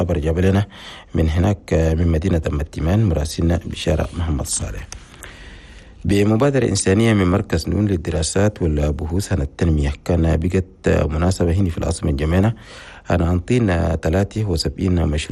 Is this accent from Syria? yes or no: no; Chad; بلدنا تشاد